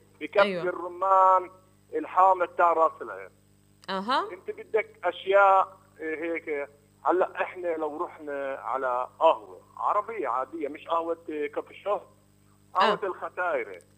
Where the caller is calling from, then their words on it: Nablus, West Bank, Palestine; accent: Nablusi; قلت الأمانة أنت نابلسي قلت له أنا نابلسي شو يعني عرفني من لهجتي